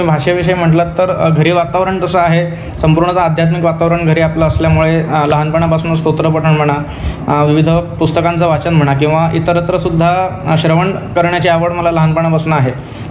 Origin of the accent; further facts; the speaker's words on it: Dhule, Maharashtra, India; also born or lived in Kalyan; माझं बालपण धुळे शहरातच झालं। जन्म माझा कल्याणचा। बालपण सगळं शालेय शिक्षण आणि ज्युनियर कॉलेजचं शिक्षण धुळे शहरात झालं।